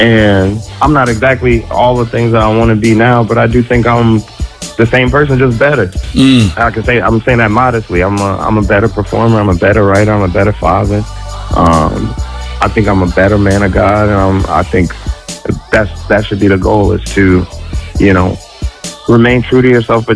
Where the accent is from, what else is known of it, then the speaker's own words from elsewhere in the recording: Chicago, Illinois, United States; I grew up in the Chicago hip hop scene. Like, there's no major label system there.